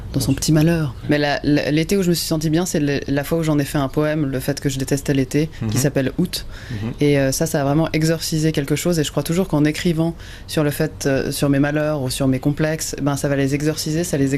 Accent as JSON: {"language": "French", "town": "Bellevue", "region": "Geneva", "country": "Switzerland", "tie": "born or raised there", "said": "J'ai grandi à Bellevue, avant il y avait un arrêt de bus ici qui a disparu."}